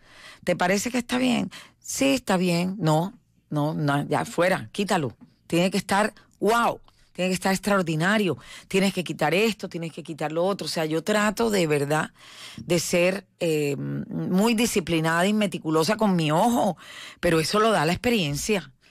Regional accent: Barranquilla, Atlántico, Colombia; Soy barranquillera, soy caribeña.

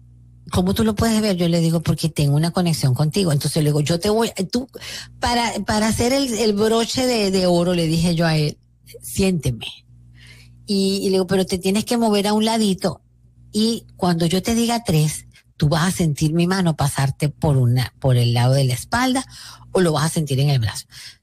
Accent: Venezuela; lo ocurrido en mi país.

